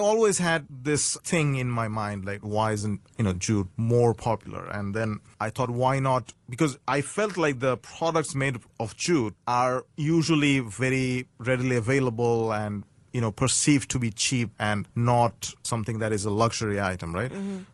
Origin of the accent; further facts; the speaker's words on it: Bangladesh; English is a second language; growing up in Bangladesh, you have jute everywhere. And it's like a very readily available. And it's a very integral part of our culture.